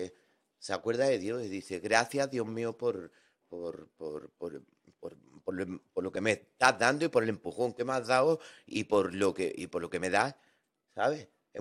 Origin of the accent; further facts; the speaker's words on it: Granada, Andalusia, Spain; born there; Aquí en Sevilla hay musicazos de música urbana, en mi tierra, en Granada.